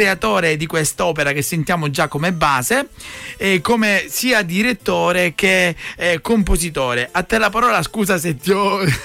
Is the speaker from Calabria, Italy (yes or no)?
yes; Calabria, Italy; Io sono calabrese